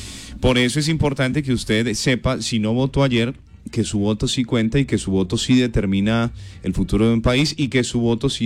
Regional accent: Colombia; Ayer, bueno, felicitarnos como colombianos.

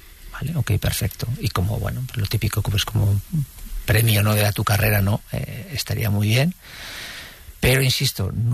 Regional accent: Basque Country, Spain; donde viví toda mi infancia. Uh-huh. Hasta que me marché de casa, que estaba en un barrio obrero, en Zaramaga.

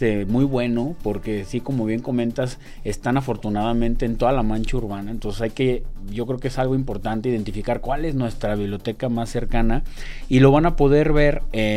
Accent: León, Guanajuato, Mexico; Que es lo que nos caracteriza como leoneses.

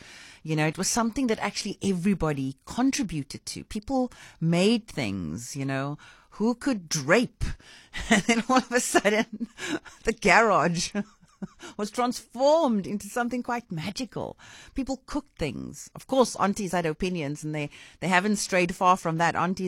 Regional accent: Cape Town, Western Cape, South Africa; I'm from Cape Town, and like so many Capetonians, I come from a wonderfully mixed cultural background.

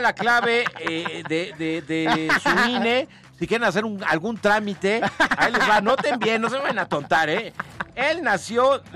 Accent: Puebla, Mexico; Yo soy poblano.

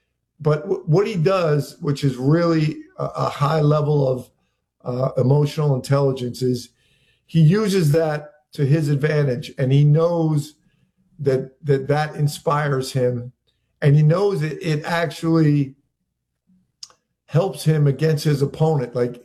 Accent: Philadelphia, Pennsylvania, United States; But still, I'm from Philly.

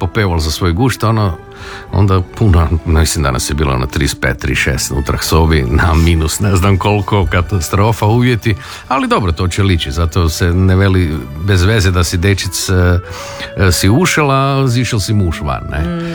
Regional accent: Hum na Sutli, Krapina-Zagorje County, Croatia; Jesam. Rodom iz Huma na Sutli, da, s centra dole s broda.

